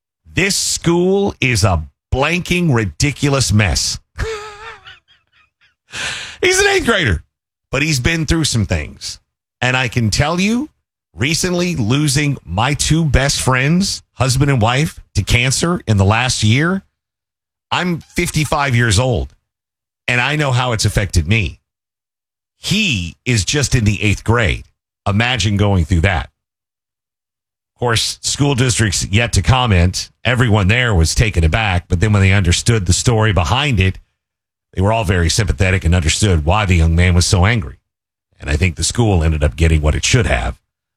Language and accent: English; Louisville, Kentucky, United States; right around my hometown of Louisville, Kentucky